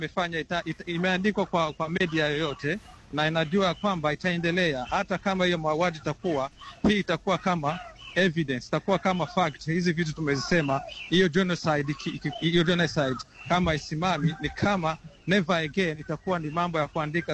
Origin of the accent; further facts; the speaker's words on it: DR Congo; sisi ni wakongomani kama wengine